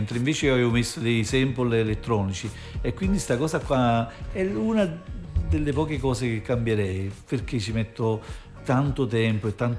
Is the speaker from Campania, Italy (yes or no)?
yes; Naples, Campania, Italy; ma io vengo dall'Arenaccia, ma sicuro che sono io.